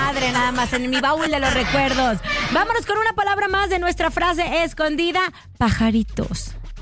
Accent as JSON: {"language": "Spanish", "town": "Monterrey", "region": "Nuevo León", "country": "Mexico", "tie": "born there", "said": "En mi pueblo, en Monterrey, Nuevo León"}